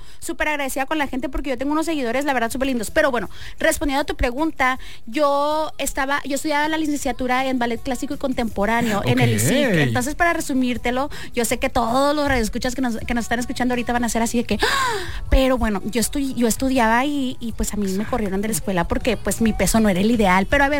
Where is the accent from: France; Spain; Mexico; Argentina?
Mexico; Culiacán, Sinaloa; pues yo soy de Culiacán, Sinaloa